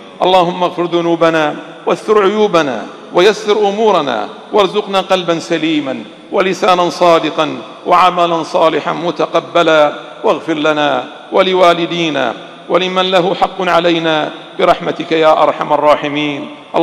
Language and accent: Arabic; Bahrain; بلادنا البحرين